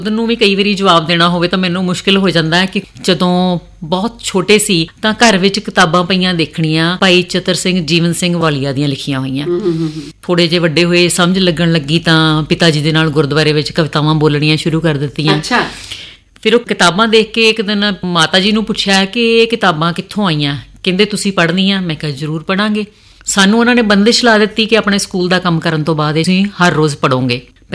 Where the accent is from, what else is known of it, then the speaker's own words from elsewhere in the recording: Punjab, India; ਸ਼ਾਦੀ ਵੀ ਬਹੁਤ ਨੇੜੇ ਹੋਈ, ਮੇਰੇ ਪਿੰਡ ਤੋਂ ਕੋਈ ਤਕਰੀਬਨ 6 ਕਿਲੋਮੀਟਰ ਦੂਰ ਕਸਬਾ ਸੁਲਤਾਨਪੁਰ ਲੋਧੀ, ਜਿੱਥੇ ਮੇਰੀ ਸ਼ਾਦੀ ਹੋਈ।